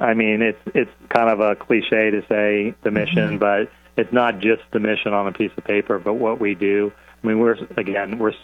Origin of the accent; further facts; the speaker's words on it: Florida, United States; but, you know, I'm born and raised in Central Florida